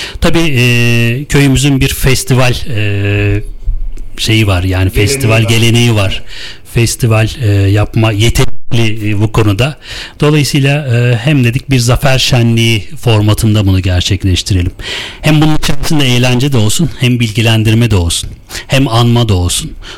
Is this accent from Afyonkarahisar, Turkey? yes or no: yes; Şuhut, Afyonkarahisar, Turkey